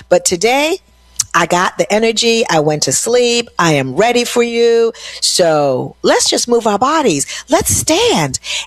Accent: Queens, New York, United States; I was in Queens this weekend on Sunday. My old neighborhood, I grew up in Cambria Heights.

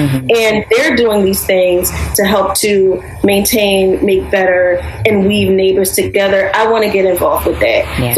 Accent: Philadelphia, Pennsylvania, United States; I lived in a lot of different neighborhoods in North Philly growing up. And I made Brewerytown Sharswood my home almost 14 years ago.

